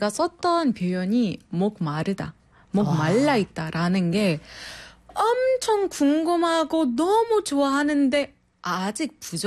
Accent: Egypt; Korean is a second language; 제가 소개할 때 아 네. 이집트에서 온

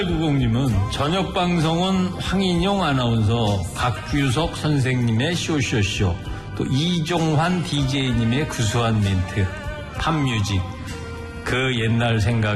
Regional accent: Anseong, Gyeonggi Province, South Korea; born or raised there

